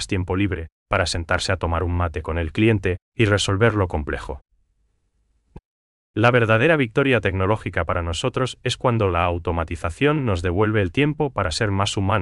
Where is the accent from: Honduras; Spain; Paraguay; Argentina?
Paraguay; nosotros, como paraguayos